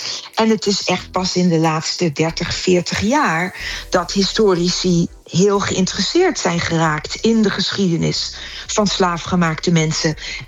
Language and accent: Dutch; Netherlands